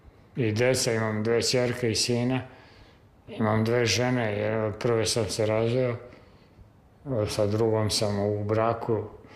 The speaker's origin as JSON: {"language": "Serbian", "country": "Serbia", "said": "Karl May je za vreme okupacije ceo preveden kod nas u Srbiji."}